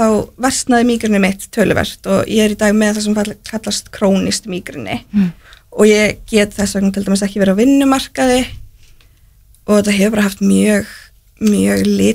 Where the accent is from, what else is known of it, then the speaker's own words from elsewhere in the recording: Njarðvík, Southern Peninsula, Iceland; Þegar ég var yngri og bjó ég sett fættu upp alveg í Njarvík